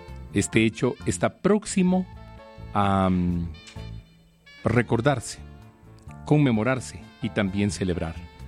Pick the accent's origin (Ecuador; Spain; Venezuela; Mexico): Ecuador; nosotros, como ecuatorianos y ecuatorianas, recordaremos en las próximas horas.